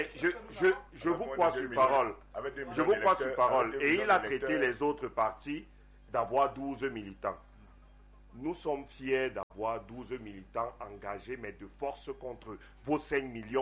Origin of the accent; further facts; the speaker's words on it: Madagascar; je suis même de Madagascar, c'est même très, très voisin. Nous, de la diaspora, nous recevons souvent tout genre de colibés.